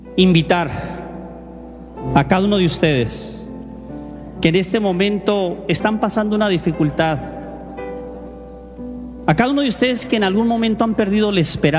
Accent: Tijuana, Baja California, Mexico; born there; Mi mamá se vino para acá, para el norte. Obviamente yo nací en Tijuana.

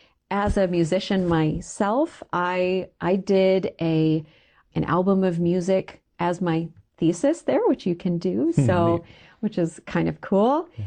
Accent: United States; as an American, you know, we feel separated from that.

